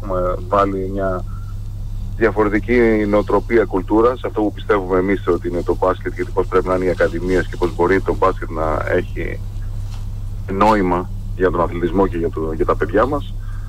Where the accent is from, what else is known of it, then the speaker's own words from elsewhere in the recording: Nea Alikarnassos, Crete, Greece; Εγώ είμαι γέννημα θρέμα Αλικανασούτης, όπως είναι η οικογένειά μου. Είμαστε Αλικανασίες από τους Μικρασιάτες